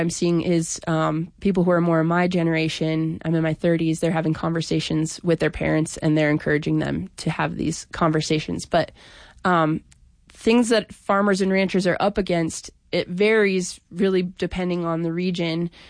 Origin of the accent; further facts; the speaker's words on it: Montana, United States; this project has enabled me to do a lot of research that's just helped me understand my hometown and the rural Montana a lot better.